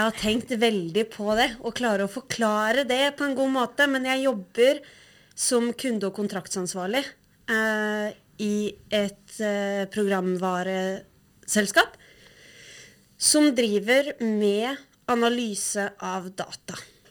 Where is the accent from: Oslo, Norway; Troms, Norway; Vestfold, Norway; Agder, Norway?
Vestfold, Norway; Vivestad; now in Uvdal, Norway; jeg kommer fra Re, Vivestad, i Vestfold. Så det er jo en liten bygd det også. Jeg synes jo det var langt ut i ingenmannsplass. Og har vokst opp der, egentlig.